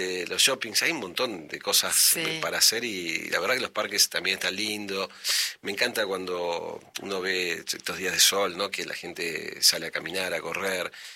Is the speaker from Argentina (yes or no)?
yes; Buenos Aires, Argentina; Y digo, yo soy de Buenos Aires, uy, Buenos Aires, qué hermosa ciudad.